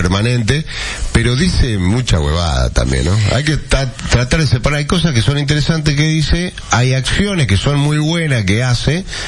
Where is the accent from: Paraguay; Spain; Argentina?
Argentina; Porque judío soy yo y soy peronista, soy